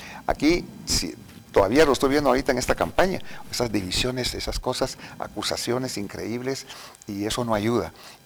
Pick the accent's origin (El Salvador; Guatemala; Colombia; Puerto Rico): Guatemala; yo no soy gringo, yo soy guatemalteco.